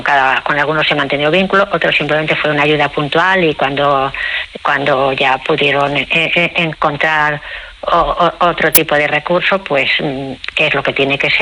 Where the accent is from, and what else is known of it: Badalona, Catalonia, Spain